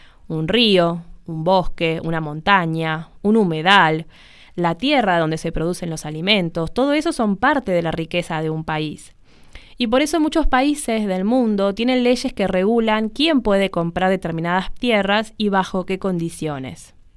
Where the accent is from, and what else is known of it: Argentina